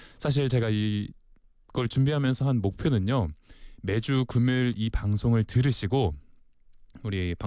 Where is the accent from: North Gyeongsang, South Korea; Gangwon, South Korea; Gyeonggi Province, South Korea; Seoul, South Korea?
Seoul, South Korea; now in Busan, South Korea; 저는 서울 사람이라 이 피곤한 상황에서는 아, 졸려라고, 졸리다라고 표현을 하지만